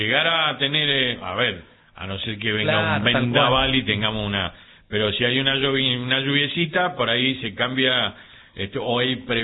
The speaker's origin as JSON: {"language": "Spanish", "area": "Cuadro Nacional", "region": "Mendoza", "country": "Argentina", "also_born_or_lived": "Colonia Elena", "said": "yo soy de Cuadra Nacional"}